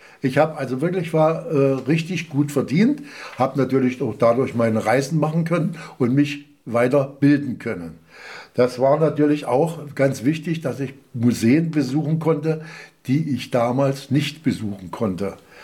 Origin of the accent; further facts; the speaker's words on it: Bernau, Brandenburg, Germany; ich bin ja aus Bernau herausgenommen worden, weil meine Qualifikation für Bernau viel zu hoch war.